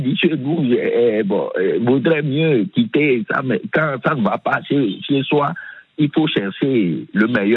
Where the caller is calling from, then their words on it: Lomé, Maritime, Togo; moi-même je suis en Afrique, plus précisément au Togo, à Lomé.